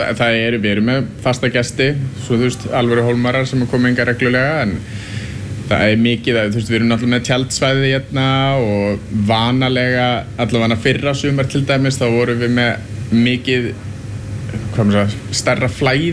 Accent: Reykjavík, Capital Region, Iceland; Ég er úr Reykjavík sjálfur og búið erlendis í mörg ár en ég kem hingað á sumrin til þess að vinna.

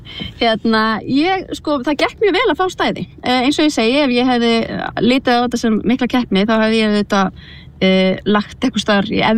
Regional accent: Reykjavík, Capital Region, Iceland

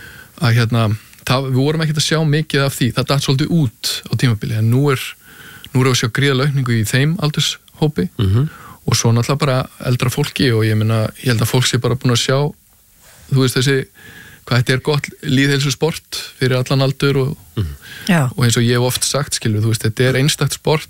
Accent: Hafnarfjörður, Capital Region, Iceland; ég ólst upp í Hafnarfjörðinum að golfklúbbur Keili bara byrjaði þar 7-8 ára gamall

